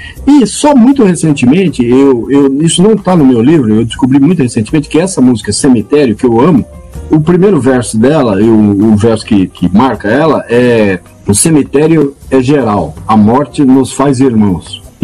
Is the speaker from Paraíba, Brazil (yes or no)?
yes; Sumé, Paraíba, Brazil; born there; Mas eu não sou de lá, eu sou de Sumé. Eu nasci em Sumé, mas minha mãe registrou em Campina Grande.